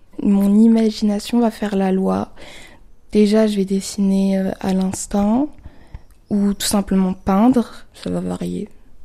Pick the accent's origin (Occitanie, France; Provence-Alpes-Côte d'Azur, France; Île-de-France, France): Occitanie, France; Montpellier; je suis née à Montpellier et j'ai vécu toute ma vie à Montpellier.